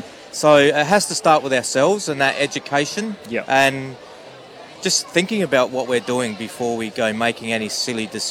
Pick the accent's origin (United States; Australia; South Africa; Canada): Australia; South Australia; I grew up in the Riverland, so I'm a country lad